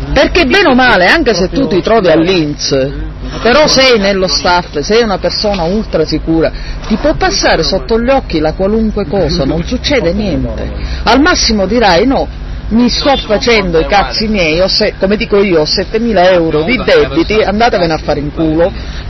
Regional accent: Enna, Sicily, Italy; born there; io sono nata a Enna, però mio padre era di Aputo in provincia di Pordenone e mia madre di Monfalcone in provincia

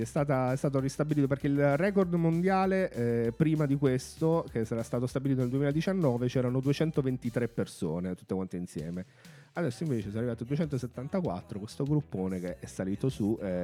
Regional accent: Apulia, Italy; sono pugliese.

